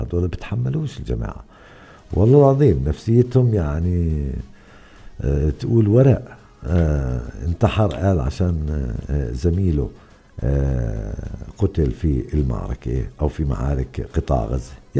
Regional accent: Hebron, West Bank, Palestine; وعندنا في الخليل منع التجوال

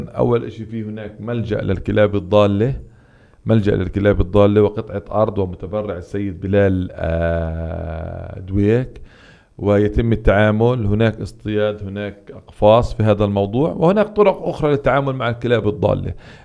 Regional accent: Hebron, West Bank, Palestine; احنا الخليل فيه لها 7 مداخل رئيسيه، وبالاخر يعني هاي مدينه كبيره، كبرى المدن الضفه الغربيه ومدينه الاقتصاد

